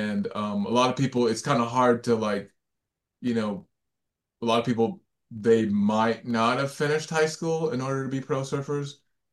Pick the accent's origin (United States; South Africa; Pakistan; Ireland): United States; Virginia Beach, Virginia; now in Hawaii, United States; that I grew up surfing with in Virginia Beach.